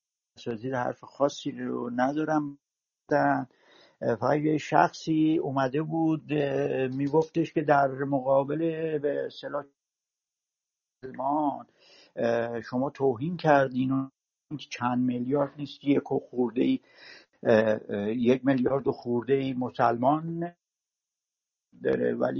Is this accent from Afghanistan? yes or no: no; Iran; moved away; من الان 37 ساله که خارج از ایرانم، یعنی یه چند سالی بوده، 2-3 سالی بود که انقلاب شده بود اومدیم این